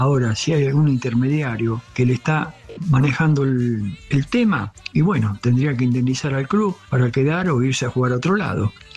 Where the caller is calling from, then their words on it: Buenos Aires, Argentina; de Villaluro.